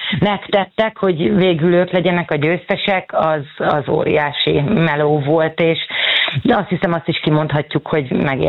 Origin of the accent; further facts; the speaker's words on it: Hungary; mert természetesen magyarként annak örültünk volna, hogyha Győr nyeri ezt a Bajnokok Ligáját